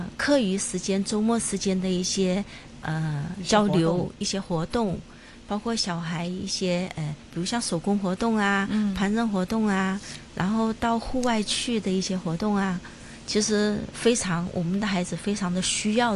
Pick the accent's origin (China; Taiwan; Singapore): China; Shenzhen, Guangdong; 我是深圳人，因为小孩是在香港出生的。